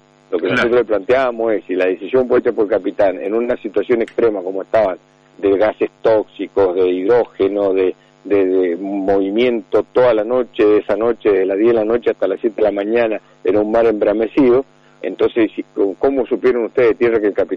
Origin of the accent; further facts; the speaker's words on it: Mendoza, Argentina; nosotros nacimos en Albien, nos criamos ahí